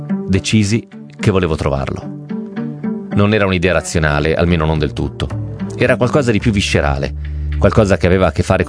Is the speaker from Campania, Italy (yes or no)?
yes; Marina di Pisciotta, Campania, Italy; moved away as an adult; Sono originario di Marina di Pisciotta, un piccolo borgo marinaro del Cilento. Da bambino sognavo di diventare un reporter e a 18 anni, nel 1979, lasciai la mia famiglia e presi il treno per Milano.